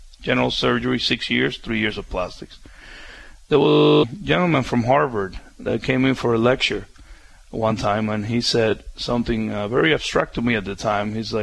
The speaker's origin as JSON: {"language": "English", "country": "Cuba", "also_born_or_lived": "New Jersey", "second_language": "English", "moved": "yes", "lives_now": "United States"}